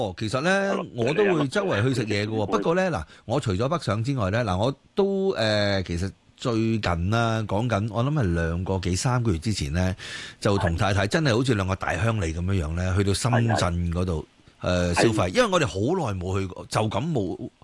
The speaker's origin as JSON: {"language": "Cantonese", "region": "Kowloon", "country": "Hong Kong", "tie": "born or raised there", "said": "我就喺土瓜灣啊、九龍城啊呢一帶成長，所以我對呢個地方好有感情啊"}